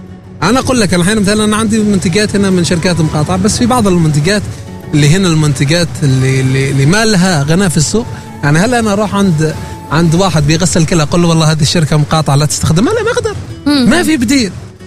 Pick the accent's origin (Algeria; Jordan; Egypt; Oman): Oman; Salalah, Dhofar